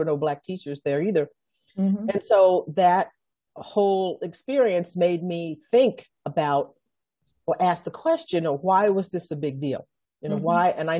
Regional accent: Texas, United States; I think it was the situation of growing up in a place that was still, you know, engaging in segregation.

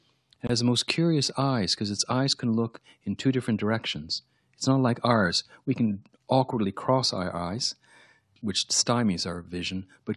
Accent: Quebec, Canada; I come from Canada, I come from Quebec, which is now, it used to be a very conservative Roman Catholic province. It left that all behind, unshackled itself, and leapt into the future. It became the most secular, anti-religious

